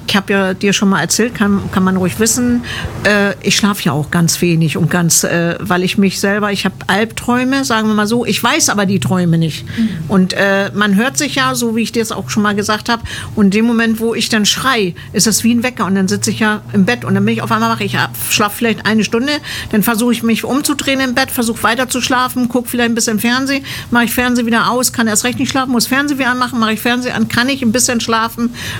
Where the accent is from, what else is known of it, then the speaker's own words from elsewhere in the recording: Hamburg, Germany; born there; der Fischkopf aus Hamburg, die selbsternannte Toilettenfee, ehemalige Stripptänzerin, geboren in Hamburg, Altona, in der Holzensuite.